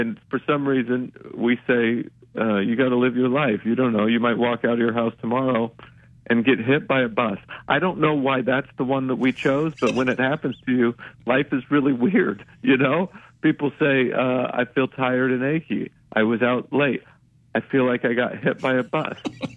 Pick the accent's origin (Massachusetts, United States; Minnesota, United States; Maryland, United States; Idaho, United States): Idaho, United States; moved away as an adult; also born or lived in Utah; now in New York City, United States; I was born in Idaho, grew up there. I went to college in the faraway lands of Utah. So, and then eventually somehow made my way to New York City.